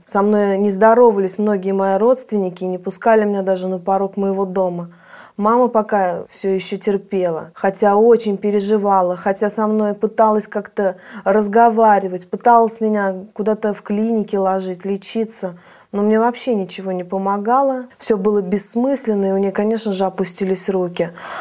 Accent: Southern Urals, Russia; moved away; Я сама издалека, с Южного Урала, это граница с Казахстаном.

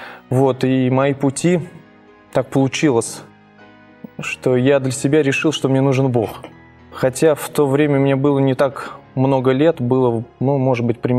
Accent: Nizhny Novgorod, Nizhny Novgorod Oblast, Russia; Ну, я родился в большом городе, город Нижний Новгород. Родился в обычной семье.

